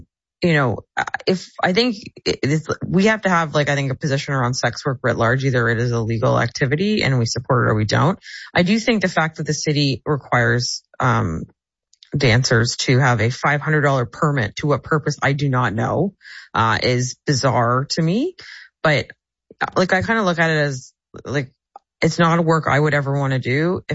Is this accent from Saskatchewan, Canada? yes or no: no; Windsor, Ontario, Canada; growing up in Windsor, there's something called the Windsor Ballet, and a lot of Americans would come across with the expectation of going to those places.